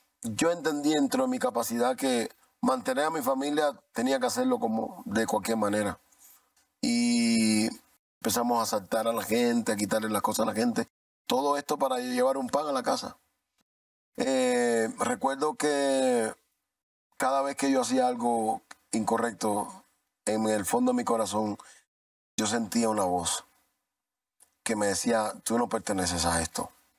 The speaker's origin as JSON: {"language": "Spanish", "country": "Cuba", "said": "Bueno, hay una realidad, y es que el país de donde yo soy, que es Cuba, eso es una tradición."}